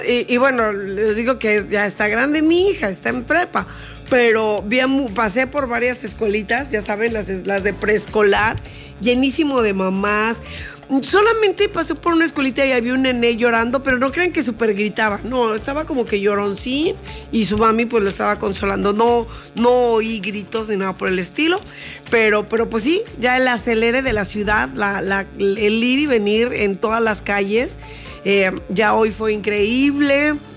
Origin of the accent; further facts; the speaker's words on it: Mexico; como mexicanos somos la cosa más bella del mundo.